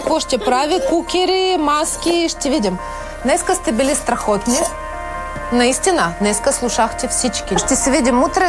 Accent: Poltava, Poltava Oblast, Ukraine; Bulgarian is a second language; moved away as an adult; now in Hisarya, Bulgaria; Преди 14 години пристигнах с влак. В принцип съм от град Полтава, който е голям като Пловдив.

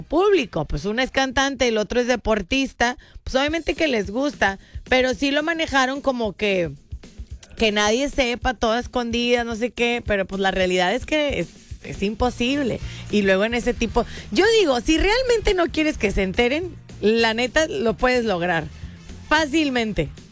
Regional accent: Mexico; mi pueblo, México

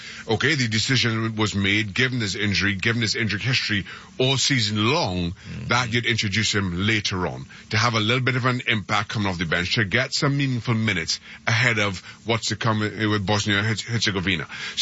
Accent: Trinidad & Tobago; And listen, I am not American. I grew up in Trinidad Tobago. I played my football there.

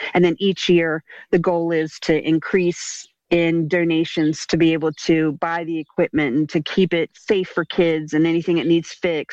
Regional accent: Salisbury, Maryland, United States; So I'm born and raised in Salisbury. This is my home.

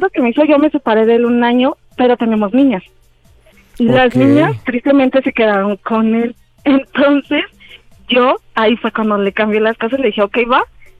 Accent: Mexico City, Mexico; Tengo 35, soy de CDMX.

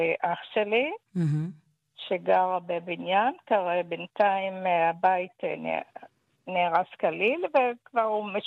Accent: Ramat Gan, Tel Aviv District, Israel; עיריית רמת גן, אנחנו מרמת גן, עובד סוציאלית, ביקשתי עזרה, עזרה.

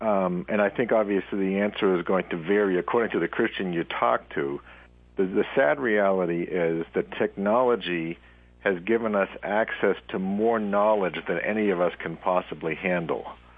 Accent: Boston, Massachusetts, United States; I'm from the Boston area all my life

